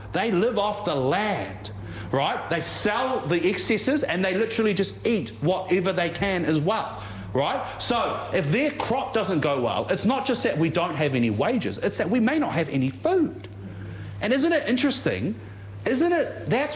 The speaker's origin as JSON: {"language": "English", "region": "Auckland", "country": "New Zealand", "tie": "born or raised there", "said": "I grew up in Auckland, the land of Uber Eats."}